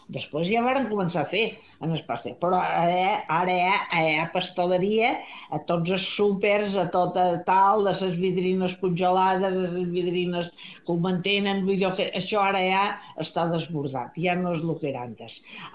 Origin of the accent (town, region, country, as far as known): Balearic Islands, Spain